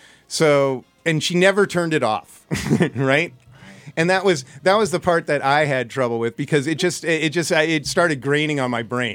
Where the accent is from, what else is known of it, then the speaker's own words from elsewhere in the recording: Davis, California, United States; I grew up in Davis, California, moved here in the 70s, 1972.